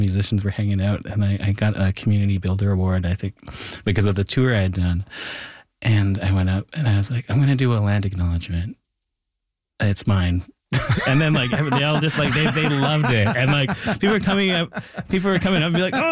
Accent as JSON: {"language": "English", "town": "Thunder Bay", "region": "Ontario", "country": "Canada", "tie": "born or raised there", "said": "And I bring that back even to growing up in Thunder Bay where, like, you know, it There is like, you know, a lot of tensions between the Indigenous and non-Indigenous communities up there."}